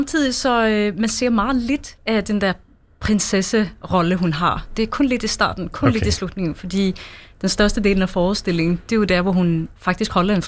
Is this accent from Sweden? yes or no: yes; Sweden; Danish is a second language; moved away as an adult; now in Copenhagen, Denmark; jeg er jo svensker, og jeg flyttede til Danmark for, det er snart 9 år siden. Men jeg bor i København, så det er vel også mest der, jeg er.